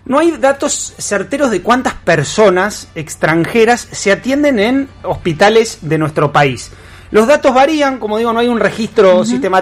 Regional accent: Argentina

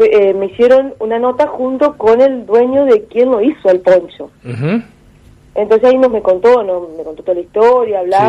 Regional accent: Santa Fe, Argentina; somos de Santa Fe

